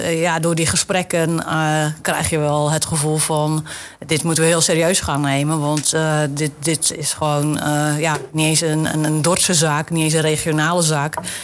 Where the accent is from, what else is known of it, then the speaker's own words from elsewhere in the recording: Zeeland, Netherlands; ik kom uit Zeeuws-Vlaanderen. Ik heb 23 jaar van mijn leven in de Westerschelde rondgebracht.